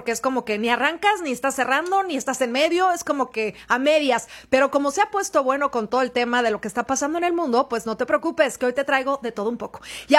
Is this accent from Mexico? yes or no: yes; Mexico; se emocionan de más, así somos los mexicanos, la euforia de México